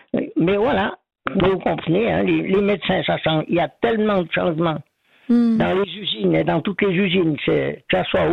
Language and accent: French; Vaud, Switzerland; accent: Ormonds